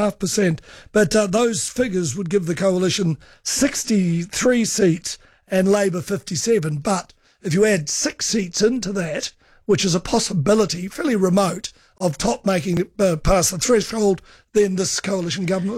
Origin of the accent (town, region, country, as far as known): New Zealand